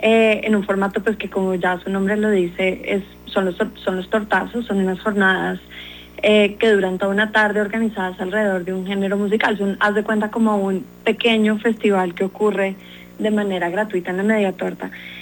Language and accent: Spanish; Bogotá, Bogotá Capital District, Colombia; los bogotanos recordamos a la media torta